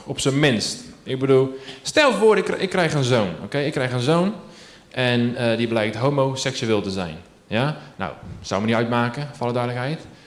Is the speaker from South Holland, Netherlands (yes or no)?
yes; IJsselmonde, South Holland, Netherlands; Ik kom uit IJsselmonde. In Zierveen vandaan. Om het hoekie. Ik ben opgegroeid daar.